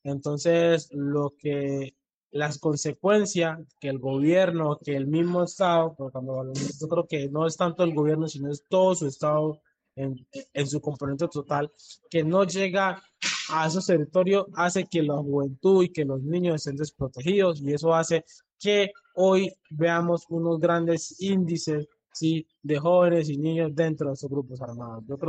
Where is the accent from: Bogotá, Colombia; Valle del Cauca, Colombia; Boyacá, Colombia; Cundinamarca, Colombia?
Valle del Cauca, Colombia; Buenaventura; Sí, pues yo soy de Buenaventura.